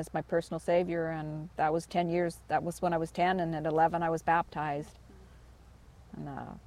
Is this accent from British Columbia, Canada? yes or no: yes; Victoria, British Columbia, Canada; Victoria. I'm from Victoria. So I grew up there